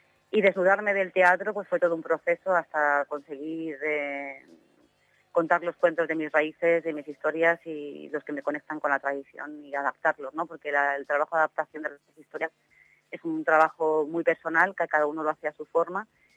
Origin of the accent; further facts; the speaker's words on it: Vejer de la Frontera, Andalusia, Spain; Pues mira, también del mar, de Cádiz. Estamos en Conil, en Vejer de la Frontera estamos.